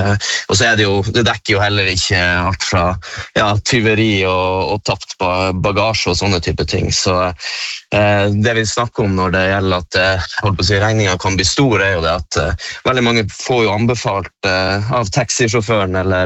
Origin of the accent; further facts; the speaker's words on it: Northern Norway, Norway; Det skjønner man jo også som nordlending at det er jo godt å trekke til varmere reisemål og sånn.